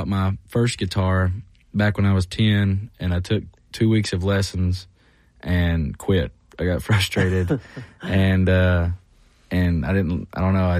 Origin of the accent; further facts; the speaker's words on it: Byrdstown, Tennessee, United States; this is a song off the record, kind of about the road I grew up on in Byrdstown, Tennessee, and it's called